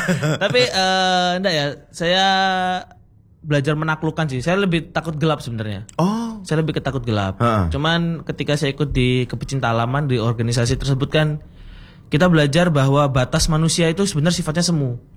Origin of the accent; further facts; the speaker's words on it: Blitar, East Java, Indonesia; now in Malang, Indonesia; saya aslinya Blitar